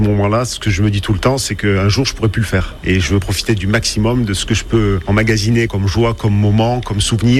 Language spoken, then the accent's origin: French; Nice, Provence-Alpes-Côte d'Azur, France; born there; moi, en tant que niçois de naissance.